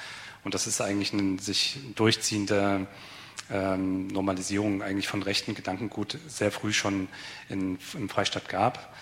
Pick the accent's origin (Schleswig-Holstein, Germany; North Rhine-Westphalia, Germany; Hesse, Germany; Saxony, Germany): Saxony, Germany; ich bin ja aus Sachsen.